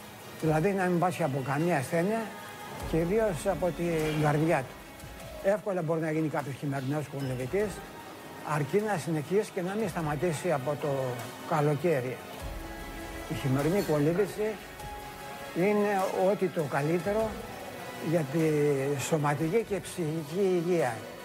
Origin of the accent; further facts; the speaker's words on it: South Aegean, Greece; Εγώ γεννήθηκα στη θάλασσα. Οι γονείς μου, επειδή κατάγομαι από τη Γύθνο, ήταν ψαράδες.